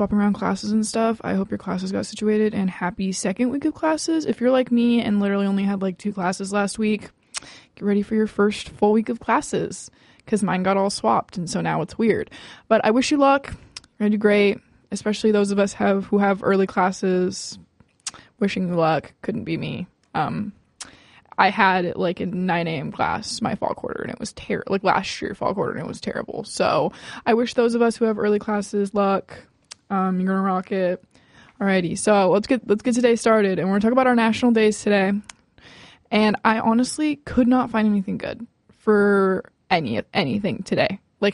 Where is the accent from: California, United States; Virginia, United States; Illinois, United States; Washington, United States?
Washington, United States; Marysville; now in Ellensburg, United States; both here in Ellensburg and back in my hometown of Marysville, Washington.